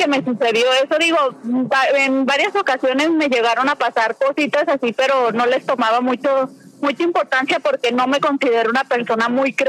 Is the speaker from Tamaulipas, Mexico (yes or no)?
no; Guadalajara, Jalisco, Mexico; Soy de Guadalajara, les acabo de hablar.